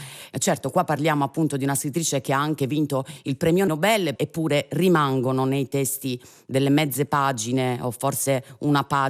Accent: Sardinia, Italy; now in Rome, Italy; dalla Sardegna, da un paese in provincia di Cagliari, ma sì. In questo momento da Torpignattara.

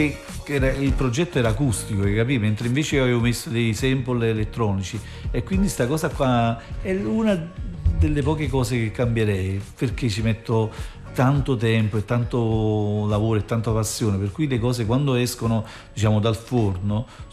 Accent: Naples, Campania, Italy; ma io vengo dall'Arenaccia

